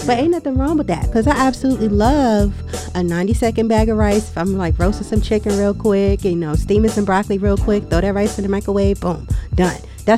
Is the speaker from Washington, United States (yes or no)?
no; Richmond, Virginia, United States; I grew up right off of Mechanicsville.